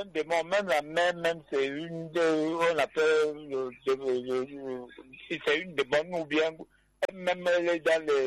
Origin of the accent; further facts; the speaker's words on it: Douala, Littoral, Cameroon; Depuis Bonadi, bon. Moi, je suis un enfant de Bonadi, bon.